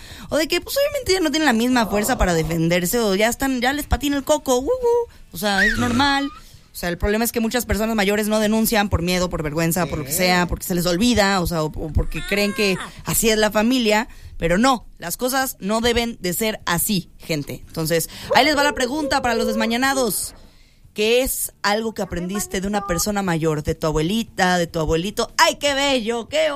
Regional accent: Mexico

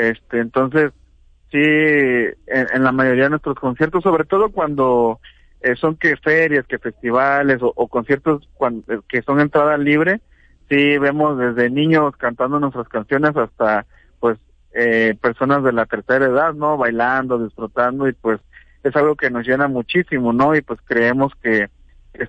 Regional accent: Cosoleacaque, Veracruz, Mexico; los fundadores somos de Cosoleacaque

